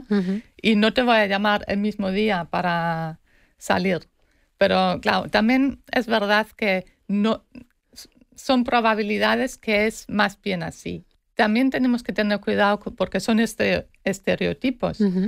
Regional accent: Germany; Spanish is a second language; moved away; also born or lived in Spain; Es mi reflejo alemán de escuchar las cosas tal como son.

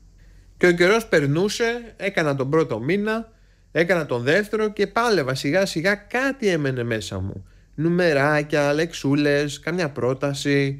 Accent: Greece; η προφορά που είχα εγώ αναπτύξει ως γνήσιος Έλλην στους 2-3 μήνες γερμανικών μου

